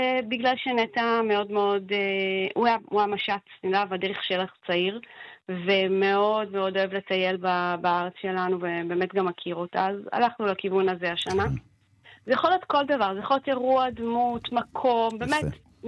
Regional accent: Hadera, Haifa District, Israel; כי בעלי זה היה עם שבת, אנחנו פה מחדרה ופה לא היו אזעקות

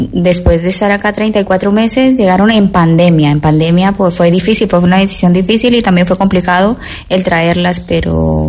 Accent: Colombia; now in Spain; la verdad que no sentí ya mi país como creía que lo iba a sentir. Ahora creo que me siento más española que colombiana.

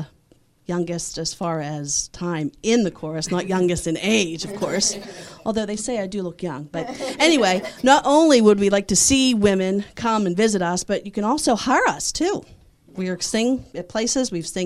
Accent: Allison Park, Pennsylvania, United States; I'm from Allison Park.

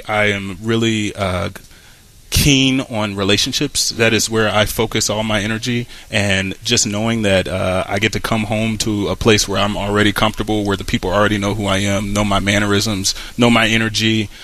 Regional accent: Cincinnati, Ohio, United States; moved away as an adult; So growing up in Cincinnati, Ohio

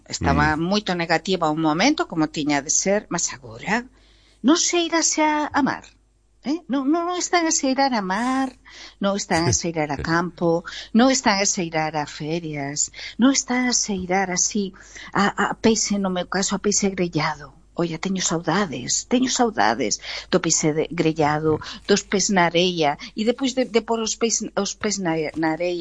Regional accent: Spain; Portuguese is a second language; now in Portugal; eu como espanhola e como europeia

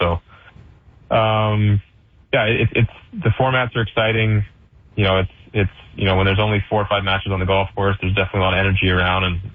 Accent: Canada; obviously being Canadian

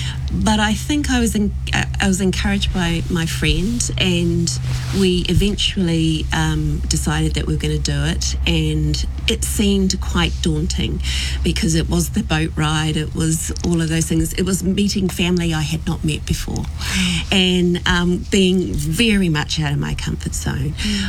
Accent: Whakatane, Bay of Plenty, New Zealand; born there; moved away as an adult; also born or lived in England / Rotorua; now in Auckland, New Zealand; I was born in England and then we immigrated to New Zealand in 1973 and grew up in Rotorua and then Whakatane. So Whakatane, I always say, is my home.

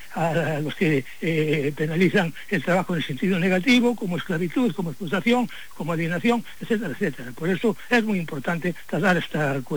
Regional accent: Vegadeo, Asturias, Spain; Mis abuelos emigraron a Cuba. Buena parte de mi pueblo, en Vegadeo, fue emigrante.

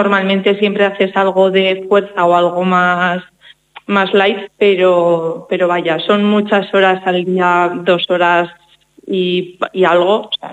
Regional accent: Sádaba, Aragon, Spain; now in Teruel, Spain; Sádaba para mí es mi casa, es volver a mi casa. Además, yo nunca he perdido las raíces con mi pueblo siempre. O sea, me fui a vivir a Teruel hace ya muchos años por tema trabajo y estudiar, pero siempre he vuelto a Sádaba, no solo en verano, siempre. Es que es casa, es volver a pasear por las calles de mi pueblo

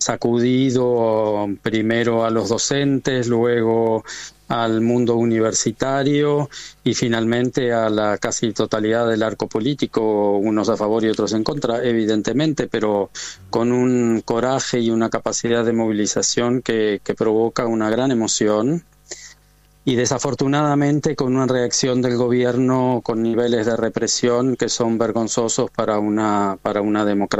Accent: Argentina; moved away as an adult; also born or lived in Montevideo, Uruguay; now in Paris, France; nací en Montevideo como usted, y entonces, pero me crié en Argentina y trabajé mucho en Argentina como usted. Ahora vivo en Francia hace muchísimos años

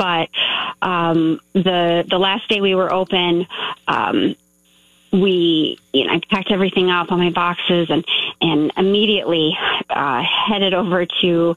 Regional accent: Marquette, Michigan, United States; I grew up in Marquette, Michigan. So right on the shores of Lake Superior in the Upper Peninsula. Born and raised here.

